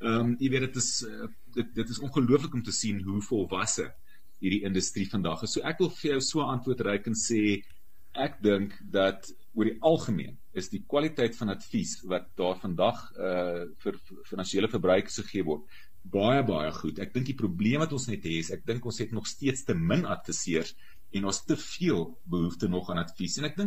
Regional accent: Port Elizabeth, Eastern Cape, South Africa; born there; Ja Ryk, dit eintlik maar alles begin in 1968 toe ek gebore is in wat vandag bekend staan as Gqeberha. maar die ou Port Elizabeth

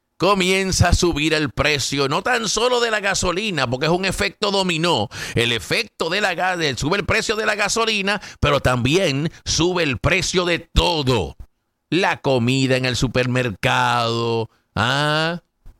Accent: Caguas, Puerto Rico; como dicen allá en mi pueblo, en Caguas, Puerto Rico, van a seguir estirando el chicle

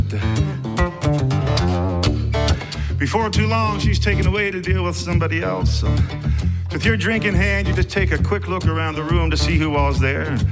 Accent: Perth-Andover, New Brunswick, Canada; beautiful St. John River Valley, and you come across this tiny town called Perth Andover. That's my hometown.

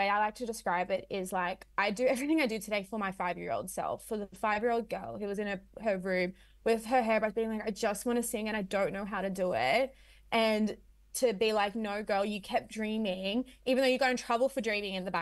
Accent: Sydney, New South Wales, Australia; Like I never told anyone I was from Western Sydney, and I dyed my hair blonde.

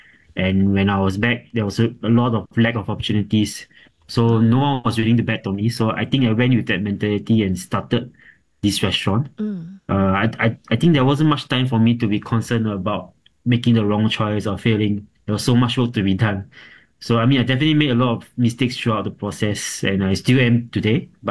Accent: Singapore; moved away as an adult; also born or lived in Kyoto; As a Singaporean

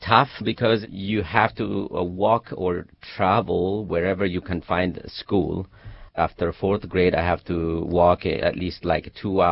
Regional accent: Sidama, Ethiopia; first language Sidama; English is a second language; in the Sidaminya, which is my mother tongue language

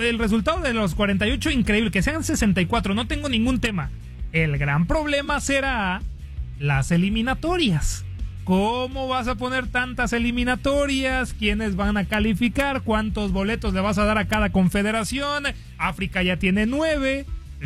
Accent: Mexico; soy mexicano.

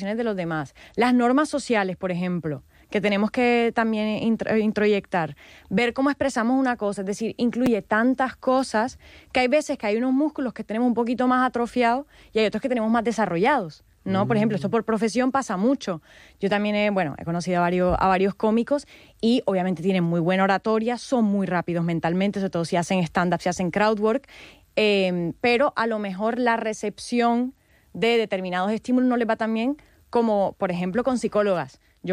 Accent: Caribbean coast, Colombia

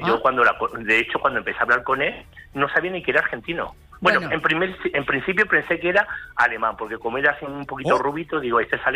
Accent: Andalusia, Spain; él es más de 30 clases de Pinedo y yo soy de Andalucía.

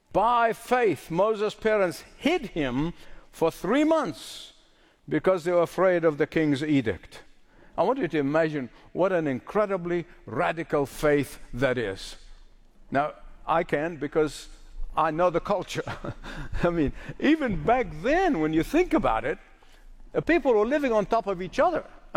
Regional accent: Egypt; growing up in Egypt, we were taught in school, almost recited on a regular basis, that the Nile is the life of Egypt.

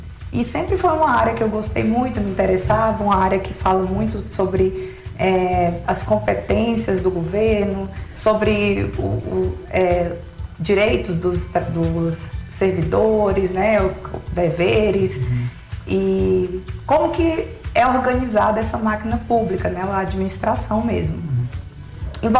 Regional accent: Piauí, Brazil; moved away as an adult; now in Brasília, Brazil; eu sou do Piauí. Uhum. Formei na Estadual do Piauí e logo que formei já vim para Brasília.

